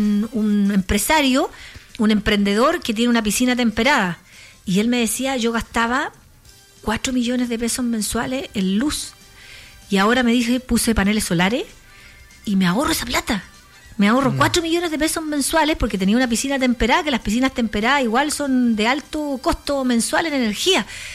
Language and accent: Spanish; Chile